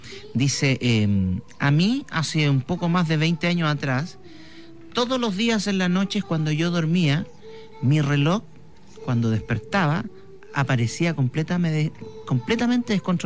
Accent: Talcahuano, Biobío, Chile; soy de Talcahuano.

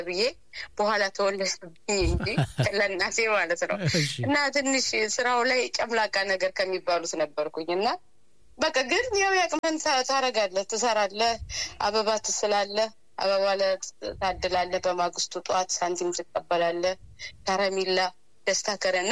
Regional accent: Majete, Amhara, Ethiopia; born there; እኛ አካባቢ ደግሞ ሞር ፍየልም ላፋር ክረብ ስለሚቃ የተወለድኩበት አካባቢ ማጅቴ ፍየልም በደንብ እንጠቀማለን

